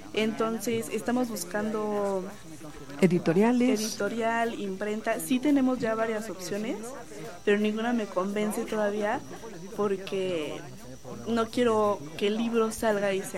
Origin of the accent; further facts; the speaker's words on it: Querétaro, Mexico; born there; O sea, yo nací aquí en Querétaro, pero pues mis papás sí son migrantes, digamos, internos.